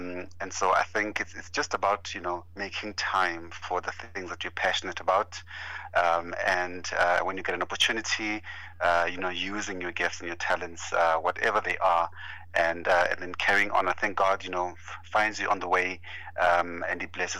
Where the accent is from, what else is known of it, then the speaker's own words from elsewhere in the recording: Limpopo, South Africa; Those are my clan names. And so that's my inheritance in terms of, you know, where I'm from. Born and bred in Limpopo in a small village called Sianda in Venda.